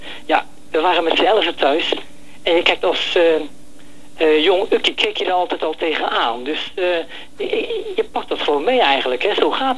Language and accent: Dutch; Leiden, South Holland, Netherlands; Ik ben geboren in Leiden. Bezocht daar de technische school